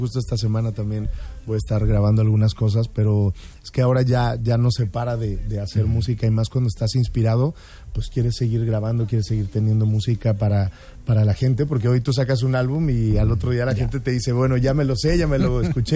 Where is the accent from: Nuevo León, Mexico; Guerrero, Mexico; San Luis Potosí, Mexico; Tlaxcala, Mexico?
Tlaxcala, Mexico; Huamantla; No, me regreso a México porque, aparte, en agosto es la fiesta de mi pueblo. Entonces, a mí me gusta estar ahí.